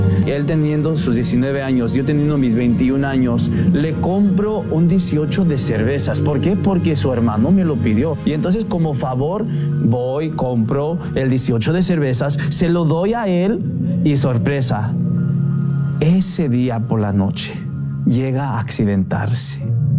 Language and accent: Spanish; Riverside County, California, United States; nací en Estados Unidos, en el condado de Riverside, born and raised in Riverside County. He estado yo viviendo en la casa de formación misionera de Jesús Nazaret por ya 11 años.